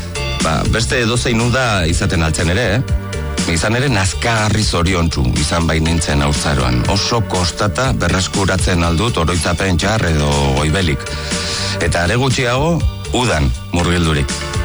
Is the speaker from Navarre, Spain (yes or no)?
yes; Pamplona, Navarre, Spain; Txikitatik irakatsi digute, iruindarroi, ba, munduko festarik onenak direla.